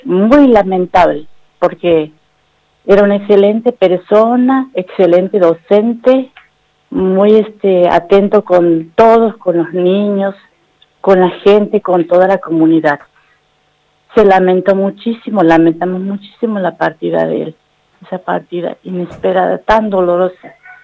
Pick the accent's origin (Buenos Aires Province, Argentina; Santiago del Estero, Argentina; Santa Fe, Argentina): Santiago del Estero, Argentina; Barrial Alto; now in Brea Pozo, Argentina; Barrial Alto está a 40 kilómetros de aquí de Brea Pozo. Yo soy nacida y criada en Barrial Alto, pero después me trasladé aquí con mi familia a Brea Pozo.